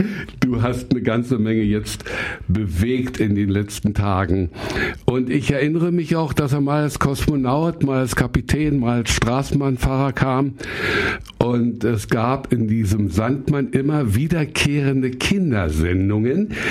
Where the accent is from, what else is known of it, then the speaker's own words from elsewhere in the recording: Berlin, Germany; Ich bin Mahlsdorf, in Mahlsdorf Süd aufgewachsen. Du in der Sumterstraße, ich in der Uhlandstraße, ja. Dichterviertel.